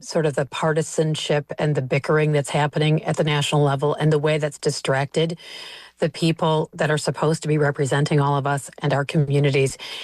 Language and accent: English; Michigan, United States; now in California, United States; I'm originally from Michigan, and I never understood how everything in California could cost so much. I've lived here for 23 years